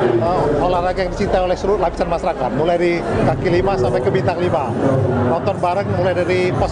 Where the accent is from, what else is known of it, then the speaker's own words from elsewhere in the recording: Palembang, South Sumatra, Indonesia; kita, Wong Palembang